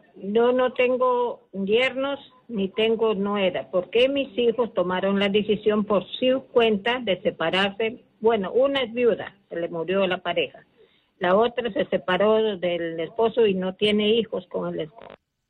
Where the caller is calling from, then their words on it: Piura, Peru; De Piura.